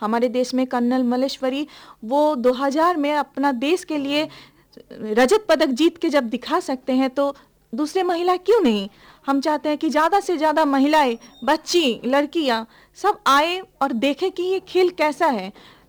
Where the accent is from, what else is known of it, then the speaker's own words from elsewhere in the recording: West Bengal, India; now in Bihar, India; जबकि हम बंगाल से बिलोंग करते हैं